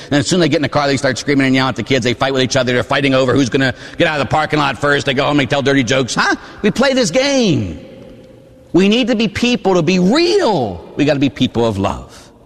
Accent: Pittsburgh, Pennsylvania, United States; born or raised there

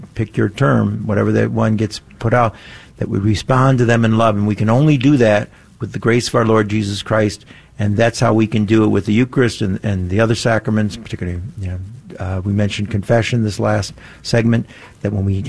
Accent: Detroit, Michigan, United States; I'm from Detroit.

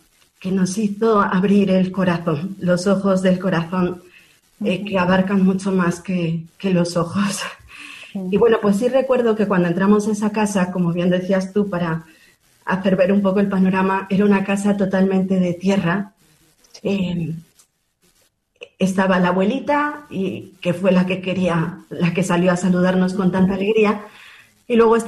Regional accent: Mexico; nosotros, como bien comentaste, somos mexicanos

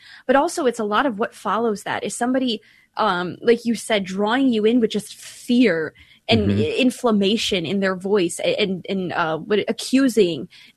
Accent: Ireland; And if I'm reading that right, Oscar, I feel you. I am Irish. I've got the gift of gabbing.

